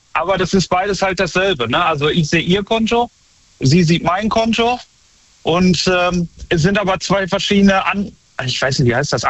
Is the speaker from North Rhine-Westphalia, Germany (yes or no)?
yes; Unna, North Rhine-Westphalia, Germany; Ja, ich komme aus Unna, das ist bei Dortmund.